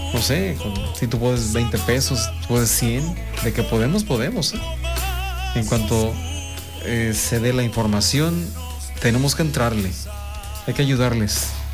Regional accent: Mexico; si somos mexicanos, somos hermanos

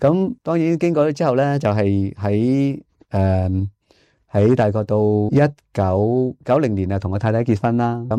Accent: Hong Kong; 我自己都喺香港出世嘅，土生土长。咁我记得呢就係喺小学呢係读元朗商会小学。

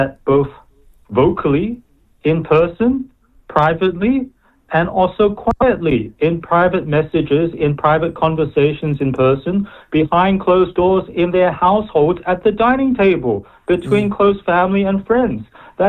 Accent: Dunedin, Otago, New Zealand; moved away; After a lifetime away from my hometown and birthplace, Dunedin.

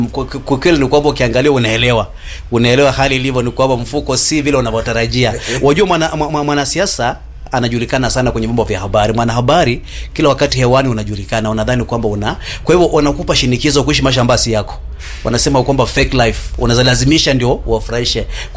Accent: Kakamega County, Kenya; tuko watu kadhaa ambao tumetoka kule Kabras

